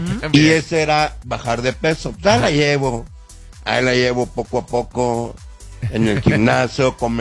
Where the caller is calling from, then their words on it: Saltillo, Coahuila, Mexico; de Saltillo, Coahuila.